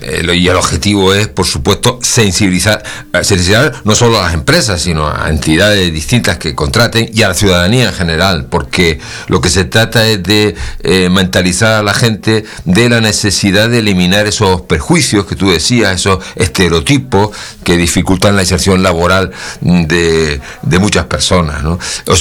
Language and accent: Spanish; Canary Islands, Spain; mi tierra.